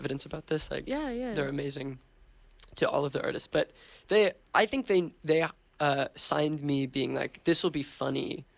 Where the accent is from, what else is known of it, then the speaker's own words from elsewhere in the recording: Chicago, Illinois, United States; Yeah, she, like, went to Columbia, which was very exotic to me as a Chicagoan.